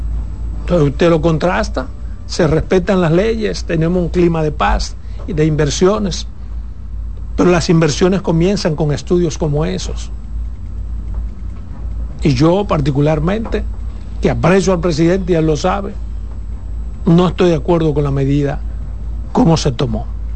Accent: Pedernales, Dominican Republic; soy de Pedernales, donde nació la Alcoa Exploration Company.

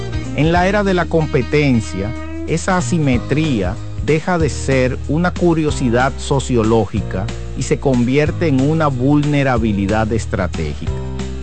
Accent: Dominican Republic

